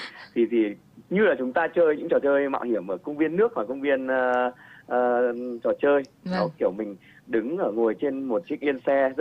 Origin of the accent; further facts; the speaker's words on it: Ha Giang, Vietnam; Em thì em quê gốc em ở Hà Giang.